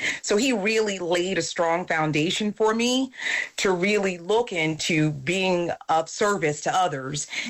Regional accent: Long Beach, California, United States; I grew up in Long Beach

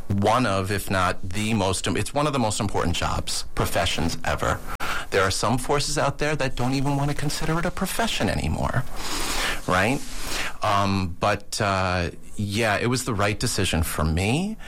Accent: New York City, New York, United States; I grew up in Jamaica, Queens.

